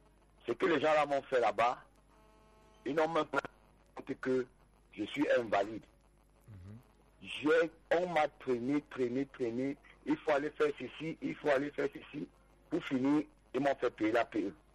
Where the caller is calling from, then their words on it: Yaoundé, Centre, Cameroon; J'habite à Ligue-Fa, j'appelle.